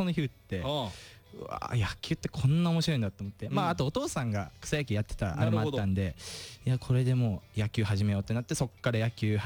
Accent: Shinjuku, Tokyo, Japan; きっかけはまあ地元新宿区なんで、

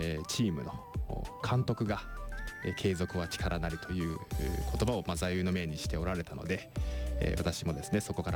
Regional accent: Mihara, Hiroshima, Japan; moved away as an adult; 三原市出身で、子どもの頃から三原で、暮らしてきたわけですけれども

